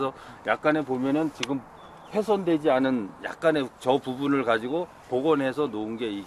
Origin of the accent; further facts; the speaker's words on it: South Korea; 여기서 태어나서 여지껏 여기서